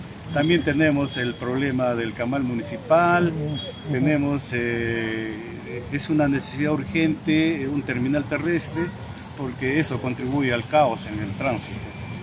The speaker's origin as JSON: {"language": "Spanish", "town": "Huaraz", "region": "Ancash", "country": "Peru", "tie": "born or raised there", "said": "graduado acá en la Universidad Nacional de Ancash, Santiago Antunes de Mayolo. También la secundaria y la primaria lo he hecho acá, soy huaracino neto."}